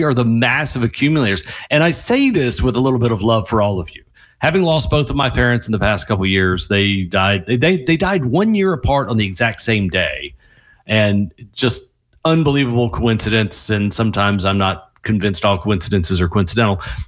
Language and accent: English; United States